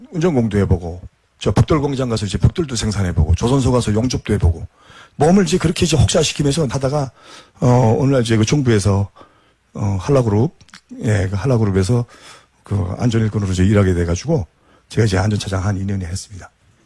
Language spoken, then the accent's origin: Korean; North Korea; moved away as an adult; now in South Korea